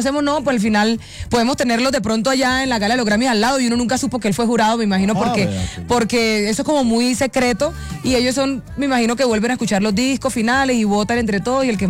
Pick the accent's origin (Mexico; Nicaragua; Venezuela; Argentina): Venezuela; Si yo fuera cantante de música vallenata, o yo soy venezolana, pero si yo fuera colombiana